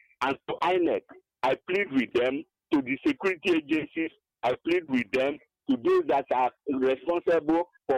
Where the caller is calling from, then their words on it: Enugu, Enugu State, Nigeria; I call from Enugu.